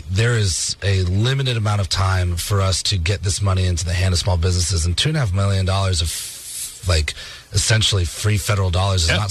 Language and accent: English; Massachusetts, United States; now in Alabama, United States; growing up in Massachusetts, I was always a fall allergy kid when I was younger